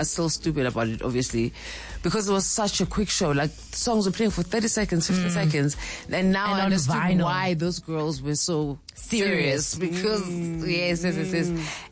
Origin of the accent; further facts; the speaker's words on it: KwaZulu-Natal, South Africa; now in Johannesburg, South Africa; I left it, and then I came back to Joburg because I'm from Natal. Came back to Joburg to study at UJ